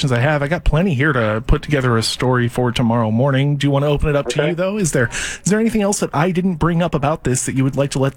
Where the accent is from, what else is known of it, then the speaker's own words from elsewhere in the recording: Lake Oswego, Oregon, United States; I grew up in Lake Oswego